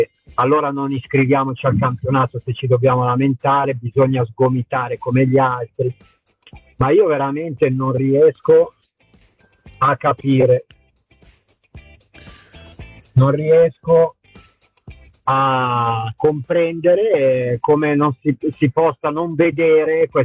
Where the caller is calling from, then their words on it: Bollate, Lombardy, Italy; da Bollate.